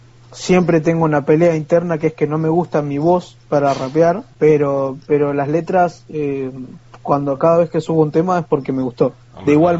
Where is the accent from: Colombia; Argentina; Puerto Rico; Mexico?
Argentina; Buenos Aires; Actualmente tengo 19 años y soy de Buenos Aires, Argentina.